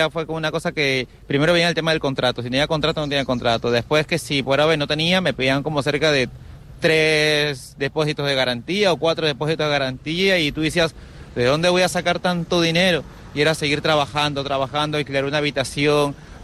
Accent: Peru; moved away as an adult; now in Las Palmas de Gran Canaria, Spain; Yo soy peruano

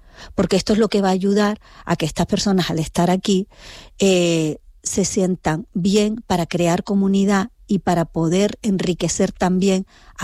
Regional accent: Canary Islands, Spain

